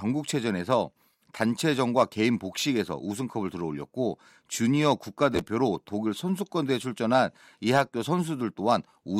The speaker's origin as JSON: {"language": "Korean", "region": "North Jeolla", "country": "South Korea", "said": "저희 전라북도는 배드민턴으로는 워낙 유명했었습니다."}